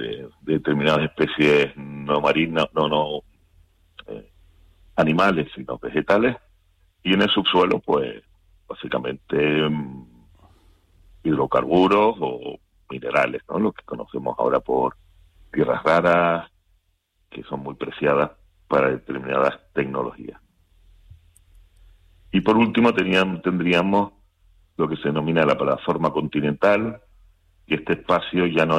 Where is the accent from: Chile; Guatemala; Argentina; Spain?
Spain; Canary Islands